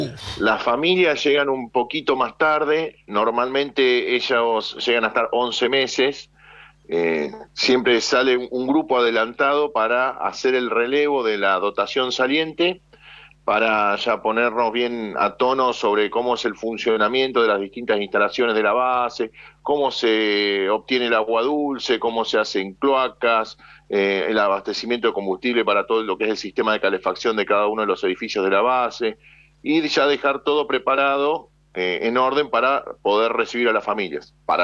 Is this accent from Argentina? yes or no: yes; Buenos Aires, Argentina; born there; Buenos Aires. Bien. Buenos Aires.